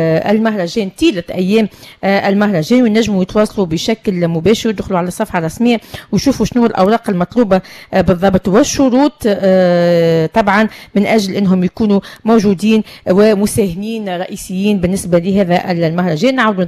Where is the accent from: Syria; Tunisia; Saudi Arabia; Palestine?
Tunisia; عندنا في تونس